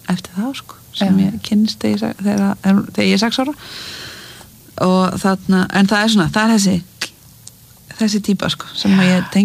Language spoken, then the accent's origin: Icelandic; Mosfellsbær, Capital Region, Iceland; Já, ég elst upp í Mosfellsbæ með mömmu og, þarna, og eldri bróða mínum og þetta bara svona venjulegt Mosó líf